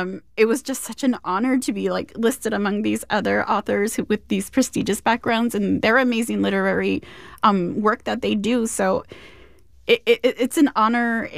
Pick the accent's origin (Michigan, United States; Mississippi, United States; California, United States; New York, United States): California, United States; San Diego; I grew up here in San Diego